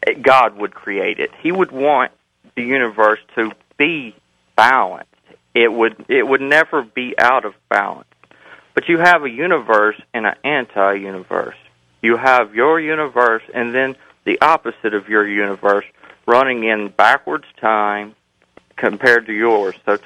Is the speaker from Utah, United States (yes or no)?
no; Moselle, Mississippi, United States; Matter because … from Moselle, Mississippi.